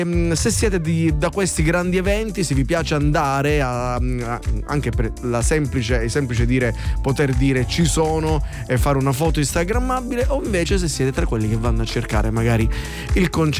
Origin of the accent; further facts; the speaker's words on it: Rome, Lazio, Italy; come si dice dalle nostre parti qui a Roma